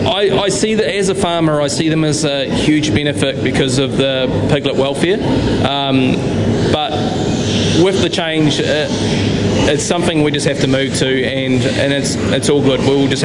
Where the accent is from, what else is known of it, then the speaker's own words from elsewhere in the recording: Opunake, Taranaki, New Zealand; from Stanley Bros here in Openeki, Taranaki.